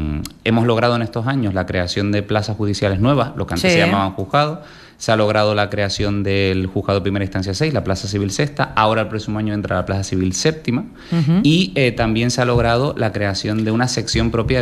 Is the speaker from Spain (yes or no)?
yes; Tenerife, Canary Islands, Spain; now in Lanzarote, Spain; Yo soy canario, soy de Tenerife.